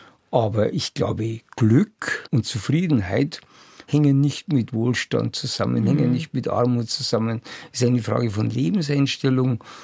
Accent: Bavaria, Germany; moved away as an adult; now in Munich, Germany; dass ich dann also in München hier so als Niederbayer mehr oder weniger als rückständig eingruppiert wurde.

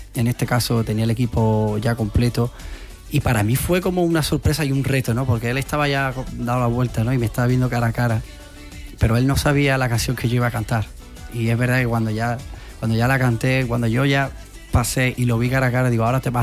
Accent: Mairena, Andalusia, Spain; gente de mi pueblo, músicos de Mairena también

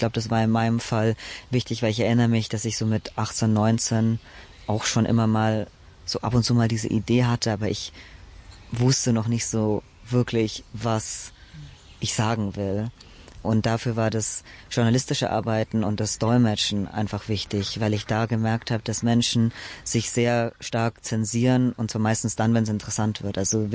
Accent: Germany; Also meine Eltern leben in Deutschland. Ich bin auch in Deutschland größtenteils aufgewachsen und meine Familie ist in Ungarn.

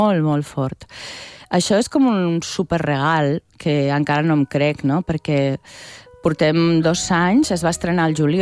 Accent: Zaragoza, Aragon, Spain; moved away as an adult; now in Catalonia, Spain; Jo vaig venir a estudiar a Barcelona, soc de Saragossa, vaig venir a estudiar a Barcelona perquè a Saragossa encara no hi ha Facultat de Belles Arts

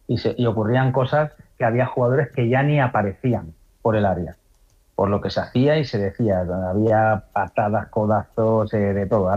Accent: Aragon, Spain

